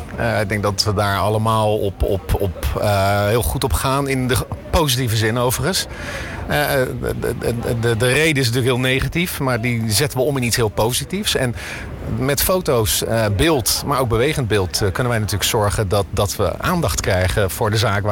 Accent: Rotterdam, South Holland, Netherlands; als Rotterdammer.

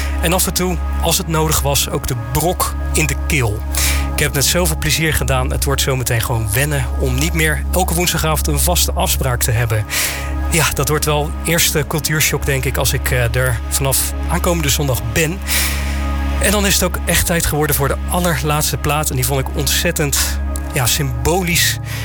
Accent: Netherlands; moved away as an adult; En hiermee sluit ik niet alleen een hoofdstuk af in Nederland, waar ik ben geboren en getogen

